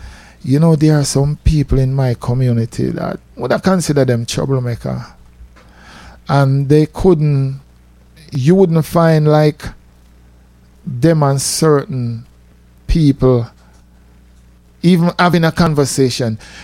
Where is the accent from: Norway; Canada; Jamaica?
Jamaica; now in United States; You see, like when we were growing up in Jamaica, everybody know each other in the community.